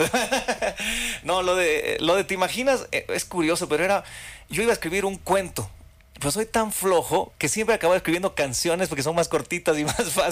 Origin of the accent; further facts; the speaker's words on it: Bolivia; now in Mexico; yo me escribiría como boliviano ahí